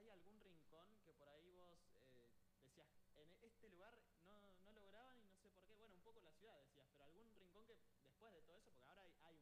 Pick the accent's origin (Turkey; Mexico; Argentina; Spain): Argentina; Neuquén; Somos de Neuquén.